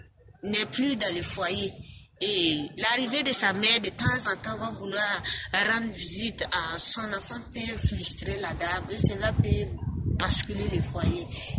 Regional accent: Burkina Faso; Chez nous au Burkina Faso, surtout en Afrique

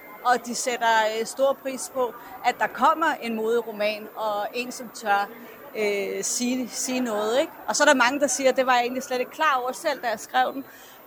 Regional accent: Copenhagen, Capital Region of Denmark, Denmark; Er fra Vesterbro.

